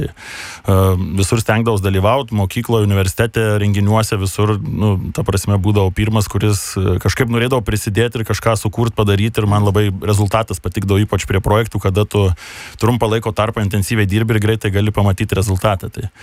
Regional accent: Marijampolė, Marijampolė County, Lithuania; moved away; iš Marijampolės

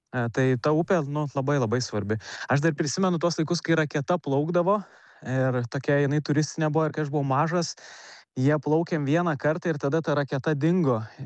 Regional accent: Vilkija, Kaunas County, Lithuania; moved away as an adult; now in Vilnius, Lithuania; Kažkaip dar neatrodo, kad išvažiavau iš Vilkijos labai, nes per daug dažnai užsuku.

